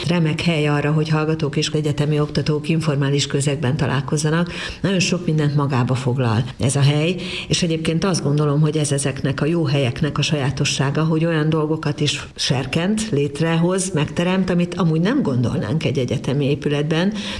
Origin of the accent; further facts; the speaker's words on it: Debrecen, Hajdú-Bihar, Hungary; hát én debreceni vagyok